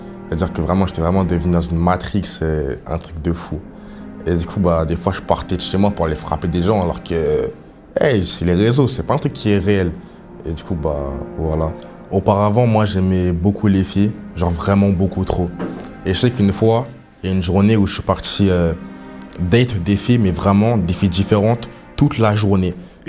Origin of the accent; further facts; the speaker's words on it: Paris, Île-de-France, France; j'ai 19 ans et voici mon témoignage. Allez, go, go. J'ai grandi à Paris avec ma mère et pas mon père